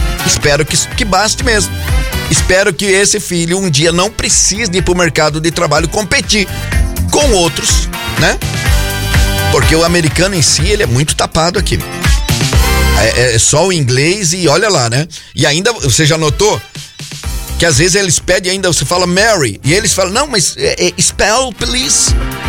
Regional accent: Balneário Camboriú, Santa Catarina, Brazil; moved away; Eu sou de Balneário Camboriú, Florianópolis. E essa região aqui, na temporada de verão, é milhões de argentino, uruguaios, chileno que aparece por lá.

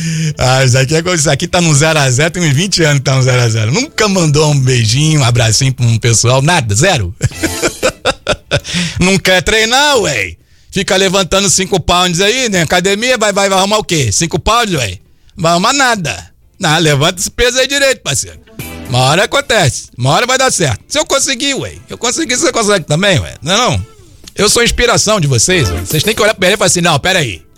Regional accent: Cuiabá, Mato Grosso, Brazil; Ainda bem que eu sou cuiabano.

